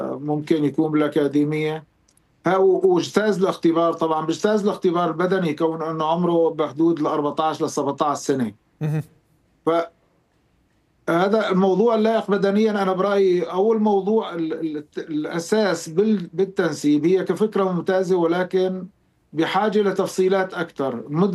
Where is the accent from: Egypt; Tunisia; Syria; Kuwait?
Syria; بس نحن تحكيمنا متراجع خلال الفترة، ذكرنا نحن عدى علينا حرب 14 سنة ما قليلة